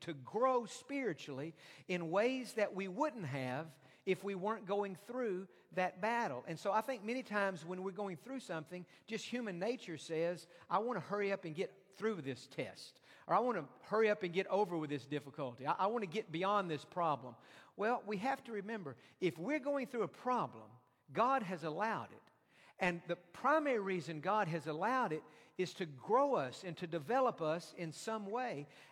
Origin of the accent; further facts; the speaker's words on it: Texas, United States; I grew up in East Texas